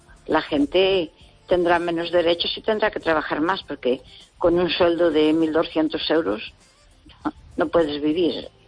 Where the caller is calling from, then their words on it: Pontevedra, Galicia, Spain; de Pontevedra.